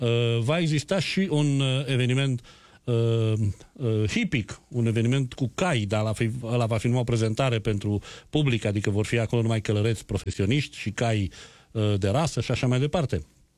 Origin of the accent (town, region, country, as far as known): Cluj-Napoca, Cluj County, Romania; now in Montreal, Canada